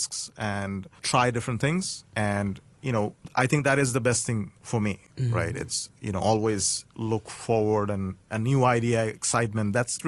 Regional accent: Bangladesh; English is a second language; growing up in Bangladesh, you have jute everywhere. And it's like a very readily available. And it's a very integral part of our culture.

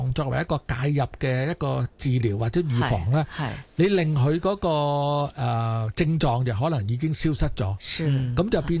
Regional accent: Guangdong, China; accent: Cantonese; 系啊，讲我哋广东话就比较土啲

